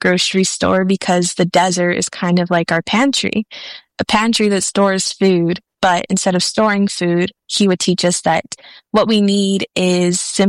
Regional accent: Tucson, Arizona, United States; I come from the Pascua Yaqui tribe, barrio libre and new pascua communities in Tucson, Arizona.

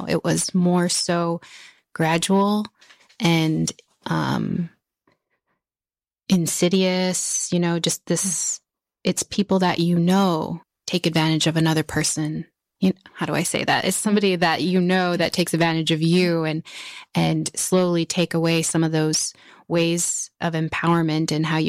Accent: Utqiagvik, Alaska, United States; growing up in Barrow

